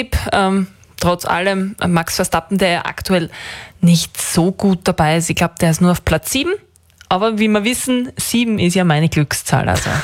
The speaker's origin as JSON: {"language": "German", "country": "Austria", "said": "als Österreicherin muss ich ja fast zu Red Bull halten"}